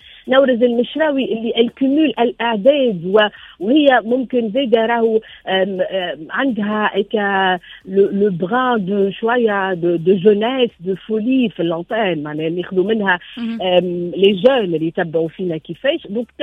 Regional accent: Sousse, Sousse Governorate, Tunisia; احنا سوسي

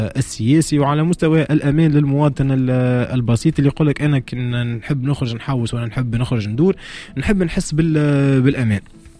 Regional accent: Tunisia

